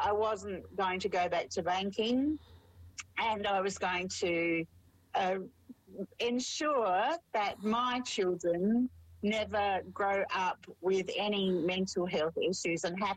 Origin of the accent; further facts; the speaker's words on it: Australia; now in New Zealand; I am Australian, if you haven't picked up the twang just yet, albeit my home is certainly New Zealand.